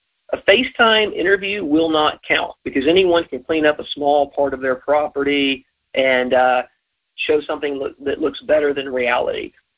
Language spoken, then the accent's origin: English; Tennessee, United States; I grew up in Tennessee. All through the South, we have very large numbers of dogs in animal shelters